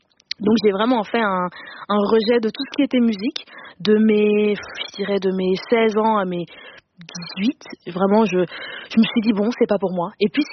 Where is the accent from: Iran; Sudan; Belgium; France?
Belgium; Denderleeuw, Flanders; parce que non seulement j'ai grandi en Belgique, et puis j'ai grandi dans une petite commune qui s'appelle Denderleu.